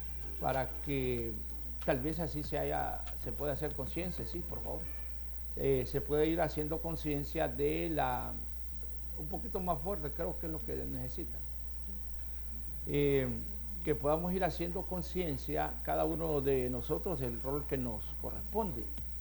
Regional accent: Tegucigalpa, Francisco Morazán, Honduras; lo poco higiénicos que somos los capitalinos.

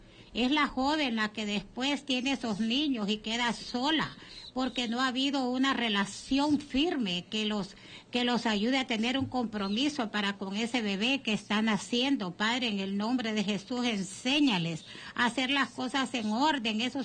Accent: Honduras

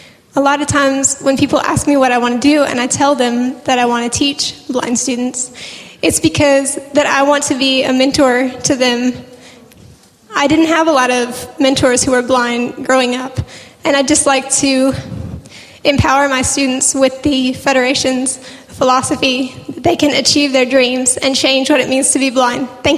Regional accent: Georgia, United States; I'm from Georgia.

